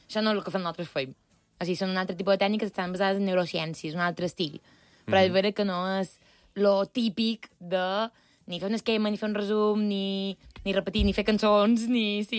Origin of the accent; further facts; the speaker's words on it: Balearic Islands, Spain; I li va dir, tu d'on ets? Em diu, de Mallorca. Jo també? I van ser ja amics.